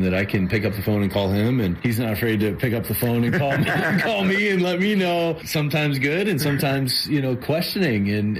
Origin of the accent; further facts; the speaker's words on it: Mount Lebanon, Pennsylvania, United States; Being a kid here growing up in Mount Lebanon, always had to hit Leland's house up because they gave out the big size candy bars.